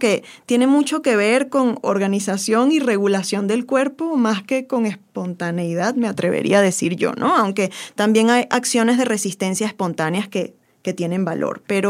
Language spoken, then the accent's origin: Spanish; Venezuela; ¿cómo te sientes tú como venezolano? Es como, sí, ok, yo padezco este contexto